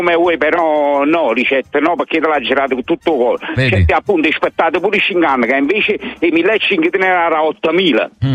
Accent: Naples, Campania, Italy; now in Modena, Italy; siccome io mi sono trasferito da Napoli

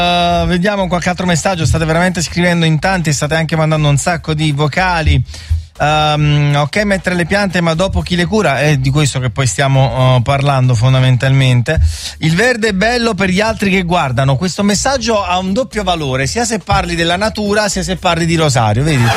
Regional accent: Naples, Campania, Italy; Allora, buongiorno ragazzi, io sono di Ponticelli

